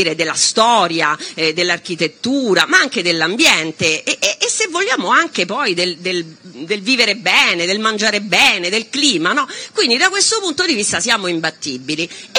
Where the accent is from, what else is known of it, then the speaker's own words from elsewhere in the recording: Rome, Lazio, Italy; io sono di Roma, quindi non parlerò mai male di Roma, perché Roma è Roma, per me rimane caput mundi, quindi io amo la mia città, mi sento profondamente romana